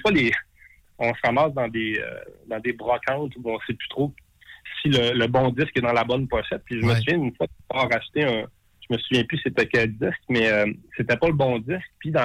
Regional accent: Saguenay, Quebec, Canada; born there; mon premier salon du livre, c'était au Saguenay, là, de ma région natale.

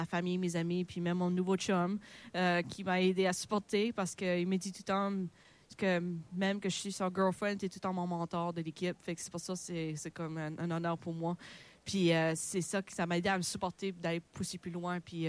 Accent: Inkerman, New Brunswick, Canada; j'ai 34 ans, je viens d'Inkerman au Nouveau-Brunswick.

